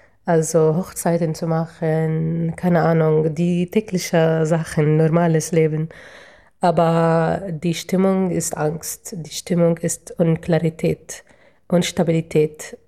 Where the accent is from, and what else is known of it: Arraba, Northern District, Israel; born or raised there; German is a second language; moved away as an adult; now in Bolzano, Italy